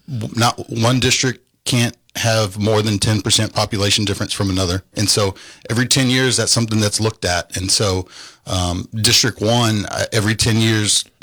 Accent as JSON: {"language": "English", "town": "Orange Grove", "region": "Texas", "country": "United States", "tie": "born or raised there", "also_born_or_lived": "Corpus Christi, Texas / Austin, Texas / College Station, Texas", "said": "Was born here in Corpus Christi. My parents, all of my family's from Corpus, but I was raised in Orange Grove, just west of here."}